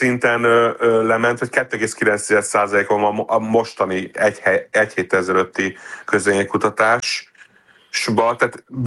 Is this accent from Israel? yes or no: yes; Israel; now in Europe; cionista vagyok, izraeli vagyok, szeretném, hogy megmaradjon Izrael